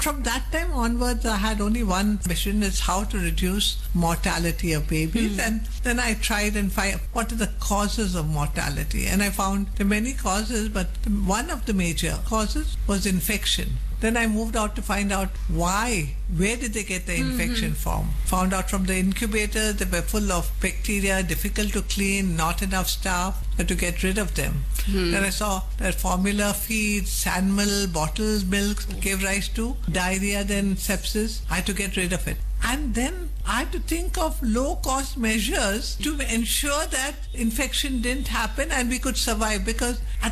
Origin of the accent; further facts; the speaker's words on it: Karnataka, India; English is a second language; they were surprised that I could even speak English because I came from Karnataka, wondering which part I came from.